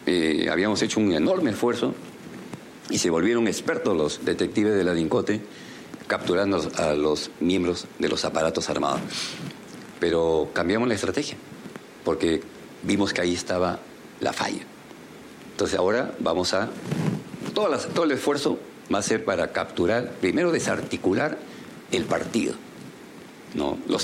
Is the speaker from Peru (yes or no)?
yes; Peru